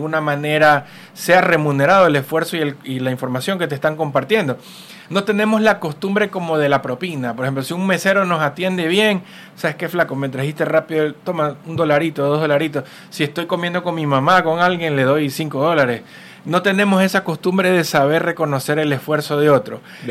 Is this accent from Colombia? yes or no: no; Ecuador